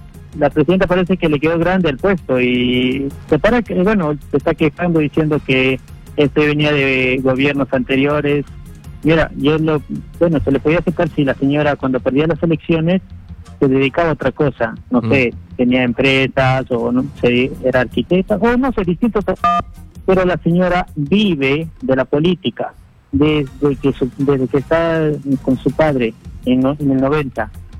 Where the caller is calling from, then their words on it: Naples, Campania, Italy; acá llamo de Nápoles, Italia.